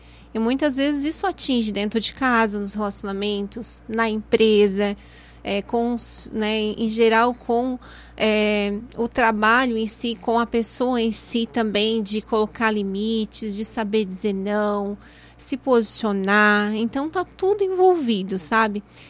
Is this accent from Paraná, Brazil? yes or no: no; Santa Rosa do Sul, Santa Catarina, Brazil; moved away as an adult; also born or lived in Sombrio; now in Jacinto Machado, Brazil; venho de Santa Rosa do Sul, sou natural de Sombrio, nasci em Sombrio e morei em Santa Rosa do Sul até meus 18 anos. E ali eu me casei e fui para Jacinto Machado, onde moro há 22 anos.